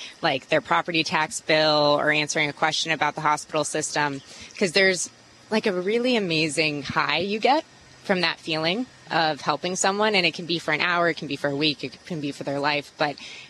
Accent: Oak Park, Illinois, United States; born there; now in Chicago, United States; I was born in Oak Park, Illinois, western suburbs. Now I'm in the city. I'm a state rep for the 12th district, so that's Gold Coast, Old Town, Lincoln Park area. So now I'm a city girl. I've been there for 14 years, so I think I can say I'm a Chicagoan.

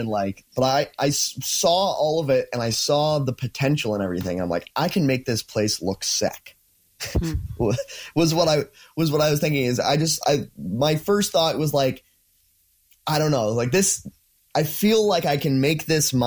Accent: Colehurst, Alberta, Canada; So I grew up in Colehurst, Alberta.

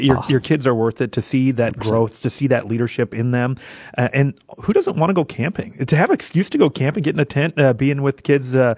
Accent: Minot, North Dakota, United States; I grew up in Minot

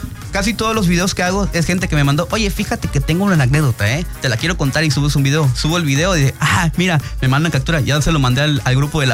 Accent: Mexico; como buen mexicano pobre, no tenía datos

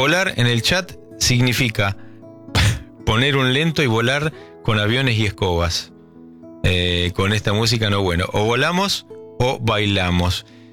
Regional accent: La Rioja, Argentina; born there; moved away; soy provinciano, nací en La Rioja, y hasta ahí viví los primeros años.

